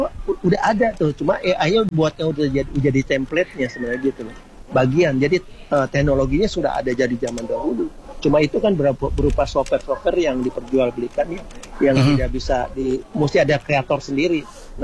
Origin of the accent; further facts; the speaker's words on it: Manado, North Sulawesi, Indonesia; Iya, betul. Kita dari Manado.